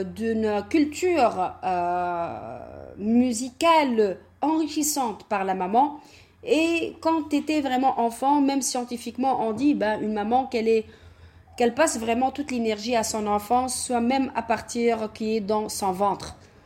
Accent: Montreal, Quebec, Canada; moi, je suis vraiment très honorée d'être Montréalaise. Et je dis toujours, je suis Montréalaise. J'adore Montréal.

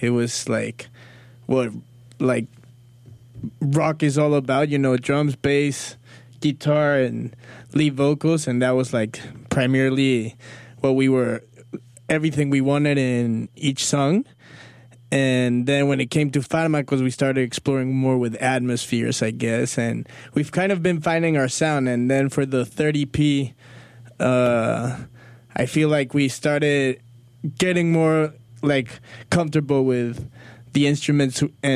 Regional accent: Mexico City, Mexico; Well, we're from Mexico City, so we were like, we have to change it up. You know, we have to talk to our people.

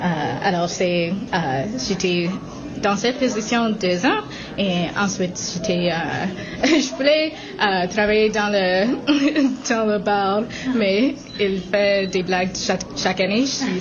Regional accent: Winnipeg, Manitoba, Canada; born there; Je suis née à Winnipeg, mais mon papa était né à Mandeville, c'est dans les montagnes à Jamaïque. Ma maman, elle est née sur la plage à Yalos area.

